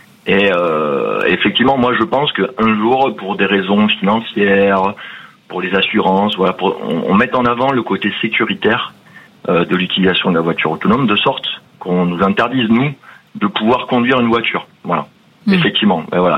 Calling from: Toulouse, Occitanie, France; Je vous appelle de Toulouse.

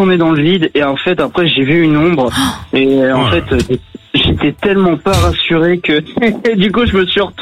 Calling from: Montbert, Pays de la Loire, France; je viens de Montbert. C'est une petite ville qui est au sud de Nantes, à 30 minutes de Nantes.

